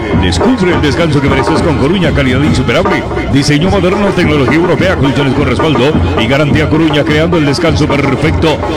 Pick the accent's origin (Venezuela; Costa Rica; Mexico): Costa Rica; Pacayas, Cartago; Creo, Adrián, que yo soy de Pacayas, de Alvarado.